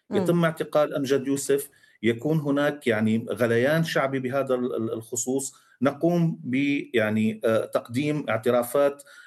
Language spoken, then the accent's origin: Arabic; Syria; ونستحق كسوريين وكضحايا